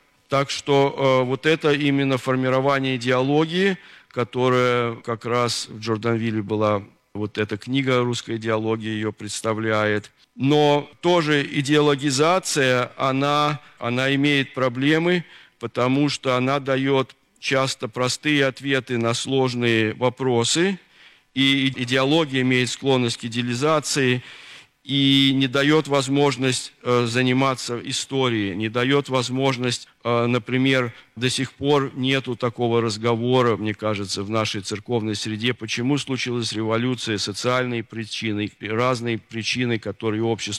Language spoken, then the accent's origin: Russian; Moscow, Russia; moved away; Ну и я из Москвы.